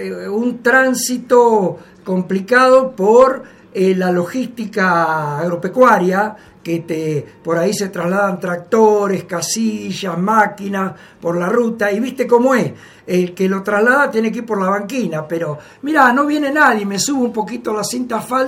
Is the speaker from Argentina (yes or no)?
yes; Argentina; Vio que somos argentinos